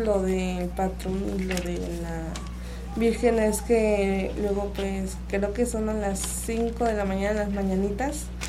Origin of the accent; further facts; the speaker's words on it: Puebla, Mexico; Pues yo orgullosamente represento al barrio de San Diego Xochitepec.